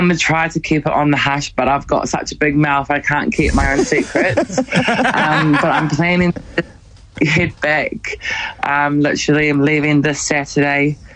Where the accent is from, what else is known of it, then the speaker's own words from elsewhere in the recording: Gisborne, New Zealand; Yeah, I'm so proud to come from Tairāwhiti, and my growing up in Gizeh, it was a simple life.